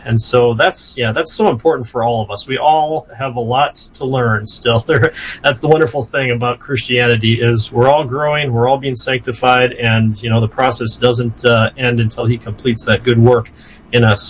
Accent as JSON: {"language": "English", "region": "Iowa", "country": "United States", "said": "a station in Des Moines, which is where I'm near. So I'm from Iowa, in northern Iowa, actually, a couple hours north of Des Moines."}